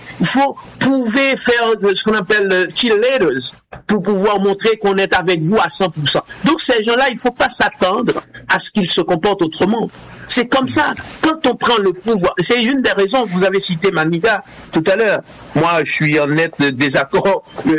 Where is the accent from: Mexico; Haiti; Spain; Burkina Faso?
Haiti; ces gens-là, Pierre Michel l'a dit, ne nous représente pas en tant qu'Haïtien.